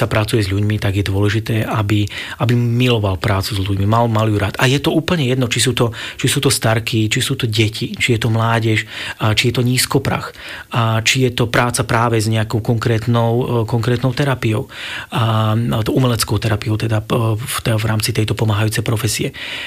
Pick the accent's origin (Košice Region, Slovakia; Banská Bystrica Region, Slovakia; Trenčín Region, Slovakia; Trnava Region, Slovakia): Banská Bystrica Region, Slovakia; Banská Štiavnica; Ja som bol zvyknutý z Banskej Štiavnice, z Intráku dole. To bolo x kilometrov ísť hore do školy pešo každý deň.